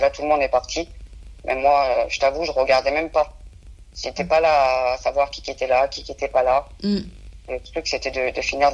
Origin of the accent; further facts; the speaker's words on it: France; vous savez que les voyageurs, on est français. On est même plus français que certains français qui vivent en France.